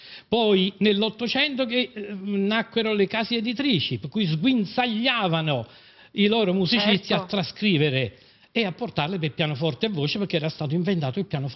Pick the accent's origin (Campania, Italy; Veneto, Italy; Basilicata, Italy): Campania, Italy; Naples; moved away as an adult; also born or lived in Florence; noi napoletani cantiamo le nostre canzoni